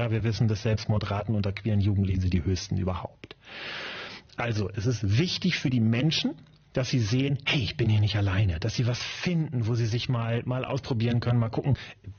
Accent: Lower Saxony, Germany; Also selbst meine Heimat Landkreis die Wesermarsch hat mittlerweile einen.

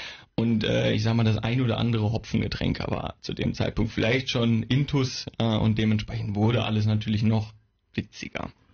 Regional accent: Krefeld, North Rhine-Westphalia, Germany; Ich komme ursprünglich aus Krefeld. Das darf sich ja netterweise Großstadt nennen.

